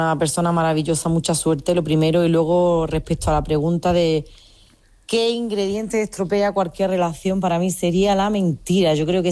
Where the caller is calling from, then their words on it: Granada, Andalusia, Spain; Hola, lunáticas. … de Granada